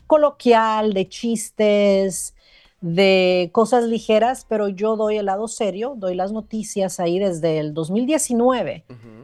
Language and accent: Spanish; Honduras; O pierdo el acento y trabajo, o me monto en mi macho de que soy catracha y no voy a perder mi acento